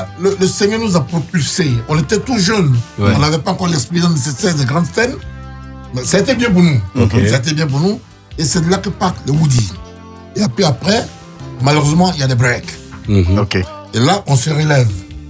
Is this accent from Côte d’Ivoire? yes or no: yes; Côte d’Ivoire; je suis un Ivoirien, un citoyen ivoirien